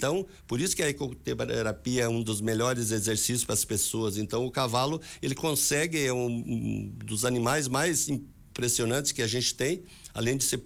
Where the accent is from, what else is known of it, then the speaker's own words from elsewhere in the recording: Vacaria, Rio Grande do Sul, Brazil; nós somos de Vacaria, somos a história de Vacaria no lombo do cavalo